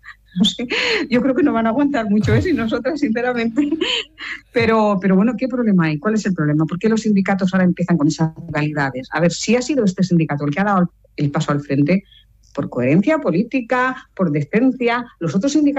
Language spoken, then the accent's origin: Spanish; Lloret de Mar, Catalonia, Spain; yo vengo de la Costa Brava, de Lloret de Mar, y en agosto es espectacular